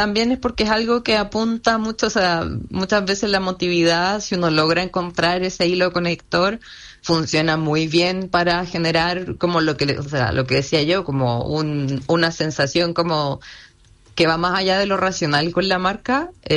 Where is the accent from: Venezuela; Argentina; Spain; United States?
Argentina; nosotros somos argentinos y obviamente que podemos.